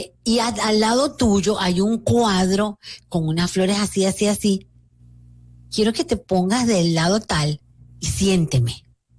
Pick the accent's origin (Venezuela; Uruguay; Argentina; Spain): Venezuela; lo ocurrido en mi país.